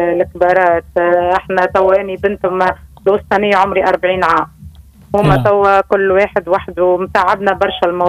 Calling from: Sousse, Sousse Governorate, Tunisia

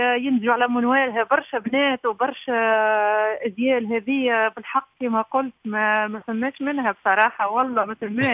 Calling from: Kalaa Kebira, Sousse Governorate, Tunisia; من القلعة الكبيرة.

